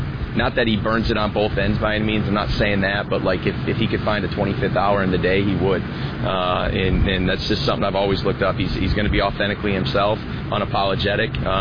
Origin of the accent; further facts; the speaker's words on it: Michigan, United States; We grew up around Central Michigan University